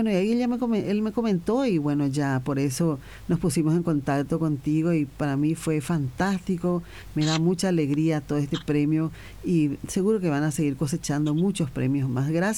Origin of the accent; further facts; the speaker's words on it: Paraguay; Y nosotros también, como paraguayos